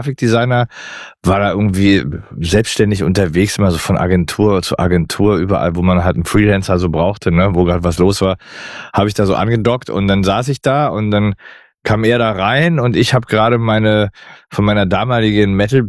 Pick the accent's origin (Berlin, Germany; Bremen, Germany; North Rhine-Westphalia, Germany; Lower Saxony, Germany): Berlin, Germany; Ich bin aus Berlin, ich war da schon, ich habe da gesessen, habe auf ihn gewartet quasi.